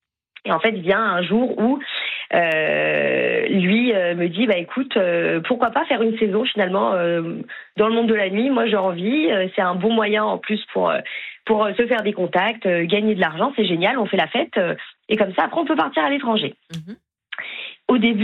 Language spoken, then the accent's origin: French; Cannes, Provence-Alpes-Côte d'Azur, France; also born or lived in Lyon; C'est ça, mais je suis sur Cannes depuis que j'ai 4 ans, mais c'est vrai que j'ai pas trop l'accent du Sud.